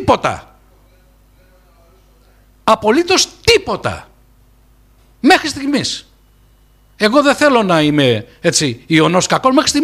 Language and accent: Greek; Rhodes, South Aegean, Greece; εγώ γεννήθηκα στην Μεσσωνική πόλη, μεγάλωσα στη Μεσσωνική πόλη.